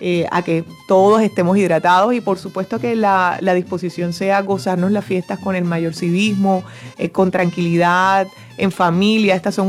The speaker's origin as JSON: {"language": "Spanish", "town": "Cartagena", "region": "Bolívar", "country": "Colombia", "said": "yo como cartagenera lo que quiero es invitar a los que somos cartageneros"}